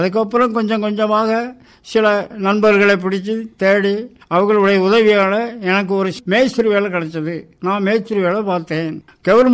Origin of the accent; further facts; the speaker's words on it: Sembuthi, Tamil Nadu, India; moved away as an adult; now in Andaman and Nicobar Islands, India; தமிழ்நாட்டில் வந்து என்னுடைய மாவட்டம் புதுக்கோட்டை மாவட்டம், பொன்னமராவதி தாலுகா, செம்பூதி கிராமம், அங்கேதான் என்னுடைய சொந்த ஊர்.